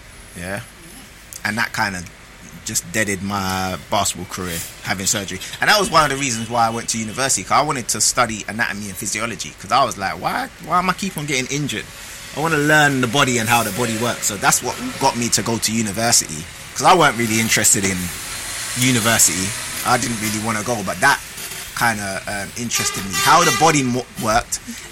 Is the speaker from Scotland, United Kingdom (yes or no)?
no; London, United Kingdom; Basically, I grew up in Streatham